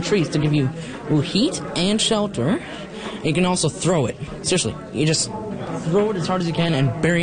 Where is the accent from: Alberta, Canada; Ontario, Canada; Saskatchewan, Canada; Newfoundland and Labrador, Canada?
Newfoundland and Labrador, Canada; Rigolet; I'm from Rigolet Labrador.